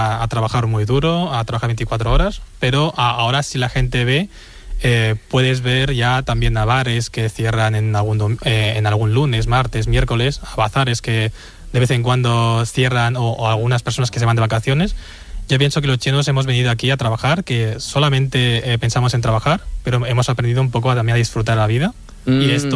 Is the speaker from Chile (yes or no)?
no; Spain; pero igualmente hemos aprendido un poco a descansar como españoles